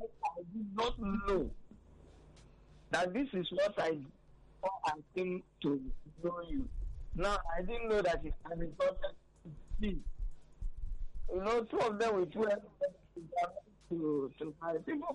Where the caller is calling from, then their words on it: Lagos, Nigeria; I'm calling from Alaba.